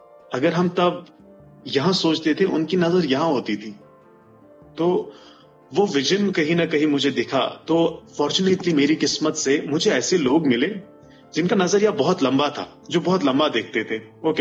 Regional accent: Bandipora, Jammu and Kashmir, India; अपना जो टाउन था बांडीपोरा, वहां एक हायर सेकेंडरी थी और मुझे मौका मिला, मैं गांव से टाउन की तरफ आ गया।

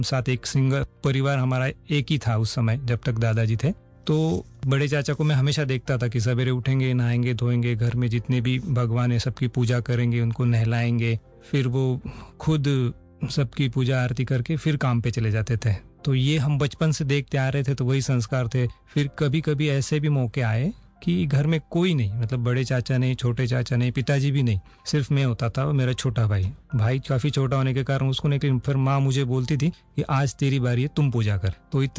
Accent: Kopargaon, Maharashtra, India; also born or lived in Nashik; जन्म हुआ नासिक महाराष्ट्र में, बिलोंग्स हम महाराष्ट्र से ही करते हैं। तो मेरी पढ़ाई पूरी हुई अहमदनगर डिस्ट्रिक्ट महाराष्ट्र में, कोपरगाँव करके एक तहसील है

